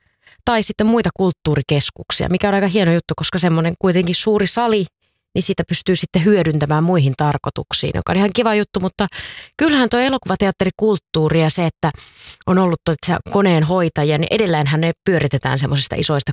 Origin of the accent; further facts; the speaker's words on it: Savonlinna, South Savo, Finland; muistan itsekin ajan lapsena, kun Savonlinnassa ensimmäistä kertaa elokuvateatterissa kävin